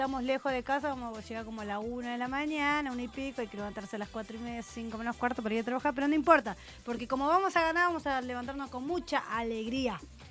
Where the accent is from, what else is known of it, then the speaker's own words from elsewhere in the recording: Argentina; Somos bueno, argentinos.